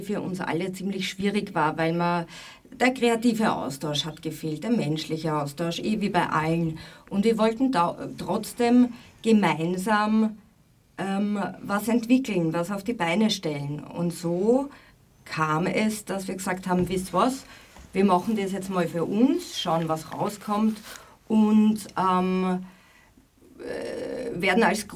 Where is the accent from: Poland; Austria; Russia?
Austria; Vienna; ich bin aus Floridsdorf, ich bin in Floridsdorf aufgewachsen und habe dort meine Jugend genießen dürfen.